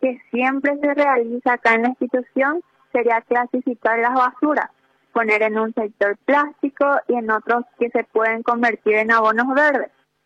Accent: Paraguay; Algunas acciones que nosotros como paraguayos podemos hacer

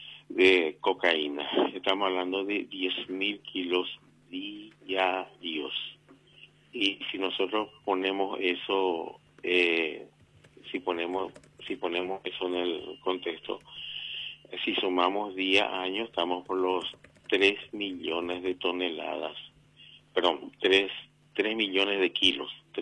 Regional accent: Paraguay

